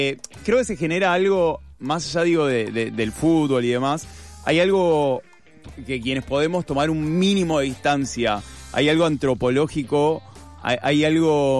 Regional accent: Argentina; este es el resumen de mi pueblo, mi país.

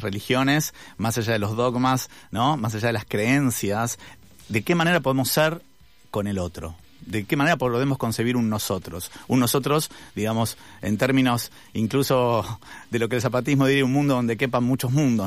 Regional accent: Argentina

